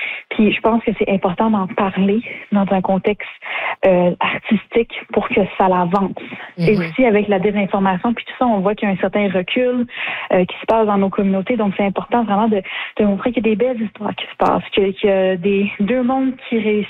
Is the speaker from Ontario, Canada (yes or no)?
yes; Hearst, Ontario, Canada; Comme moi, étant une jeune personne neuroatypique, queer, j'ai grandi à Earth, c'est sûr que ça n'a pas été super facile.